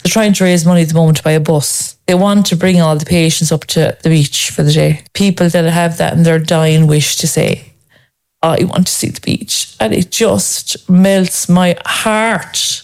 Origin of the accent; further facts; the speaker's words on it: Ireland; I don't think we laugh enough as Irish people anyway.